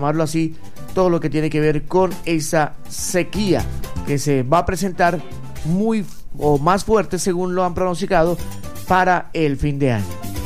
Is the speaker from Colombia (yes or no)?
yes; Colombia